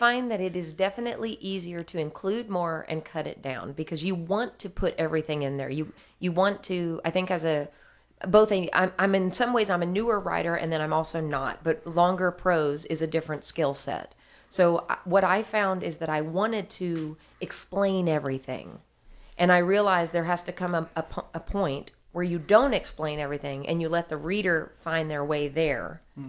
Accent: Nacogdoches, Texas, United States; is based on my hometown in East Texas. I'm from Nacogdoches.

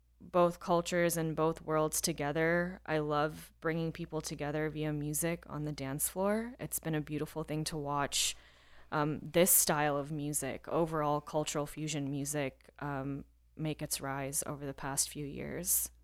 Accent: India; Yes. Yeah, I am a South Asian girly. I'm Indian.

